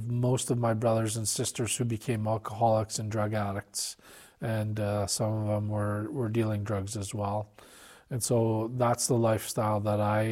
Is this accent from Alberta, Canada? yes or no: yes; Edmonton, Alberta, Canada; I was born in Edmonton, raised in Edmonton, lived there most of my life